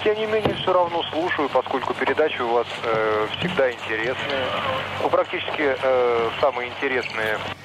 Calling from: Volgograd, Volgograd Oblast, Russia; Я вот из Волгограда.

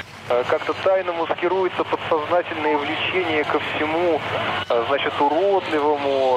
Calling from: Volgograd, Volgograd Oblast, Russia; Я вот из Волгограда.

